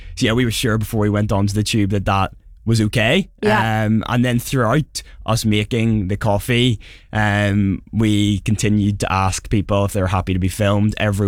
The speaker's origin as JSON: {"language": "English", "town": "Belfast", "region": "Northern Ireland", "country": "United Kingdom", "moved": "as an adult", "lives_now": "London, United Kingdom", "said": "moving from Belfast was a big change, and a big change of speed and intensity of London."}